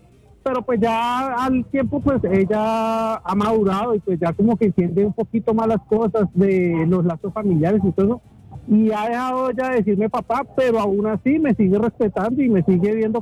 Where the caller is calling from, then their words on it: Ibagué, Tolima, Colombia; te habla aquí de Ibagué, Tolima.